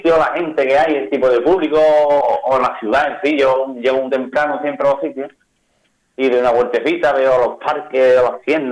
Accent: Seville, Andalusia, Spain; que soy de Sevilla, donde más calor hace del mundo.

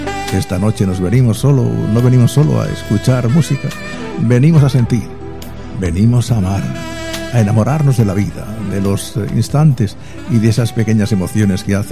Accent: Cartagena, Region of Murcia, Spain; Reintegra Cartagena. Buenas noches, cartageneros. Mi tierra.

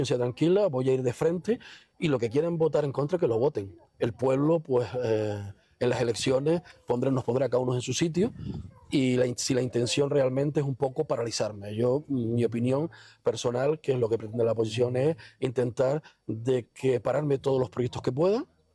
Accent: Betancuria, Canary Islands, Spain; yo soy de aquí de Betancuria, como tú bien dices, en esta plaza, en esta no, porque es nueva, pero en la antigua, desde pequeñito me he caído, me he roto las rodillas y para mí ser alcalde de mi pueblo es el mayor orgullo que he tenido siempre.

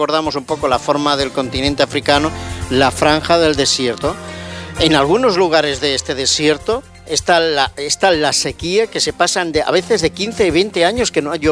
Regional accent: Spain; Pero en España sí que hay muchísimos visitantes y seguro que no sabéis lo que significa España.

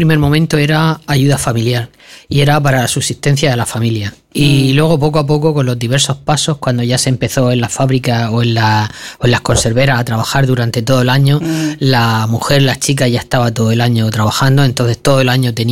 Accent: Murcia, Region of Murcia, Spain; Yo además no soy de Cieza, pero soy de Espinardo

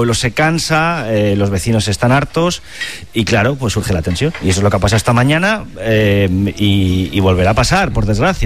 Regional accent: Spain; es algo de lo que sentimos orgullosos como españoles.

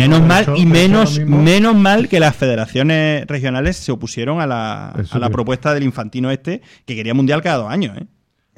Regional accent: Spain; yo soy español, español

